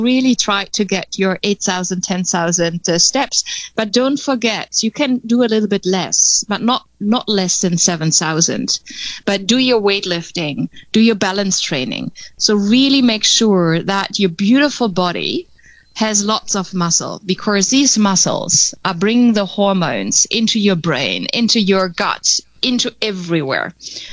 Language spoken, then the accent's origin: English; Germany; English is a second language; now in Netherlands; I am originally German, but I'm calling in from the Netherlands at the moment.